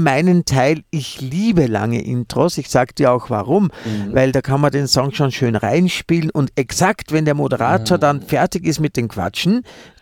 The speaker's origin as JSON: {"language": "German", "region": "Vienna", "country": "Austria", "tie": "born or raised there", "said": "Ich bin nämlich gebürtiger Wiener"}